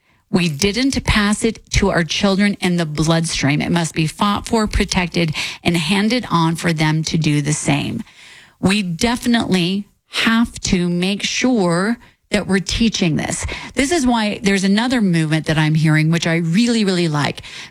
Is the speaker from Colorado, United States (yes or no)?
yes; Denver, Colorado, United States; born there; growing up on Lowry Air Force Base